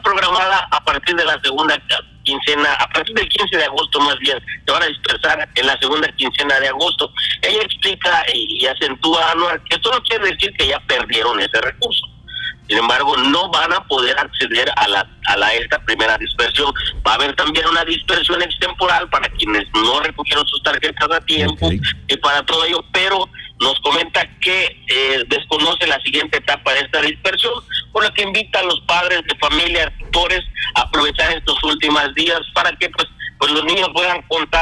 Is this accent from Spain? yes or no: no; Mexico; como buenos mexicanos dejamos todo a lo último.